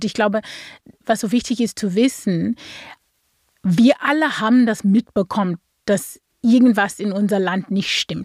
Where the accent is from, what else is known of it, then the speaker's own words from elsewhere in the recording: Cape Town, Western Cape, South Africa; German is a second language; moved away; am Anfang bin ich in Kapstadt geboren. Ich war in einem braunen Gebiet mit Leuten, die braune, schwarze Leute sind.